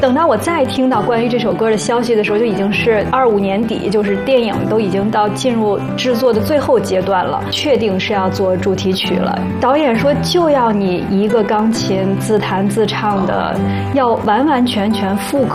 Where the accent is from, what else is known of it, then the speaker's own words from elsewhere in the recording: Beijing, China; 我从小在北京长大嘛